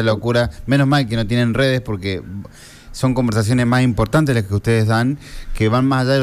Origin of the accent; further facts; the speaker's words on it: Córdoba, Argentina; los argentinos, los cordobeses